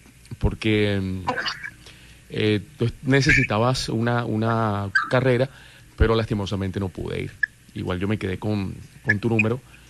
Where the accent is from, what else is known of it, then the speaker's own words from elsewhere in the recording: Barranquilla, Atlántico, Colombia; Yo soy de aquí de Barranquilla.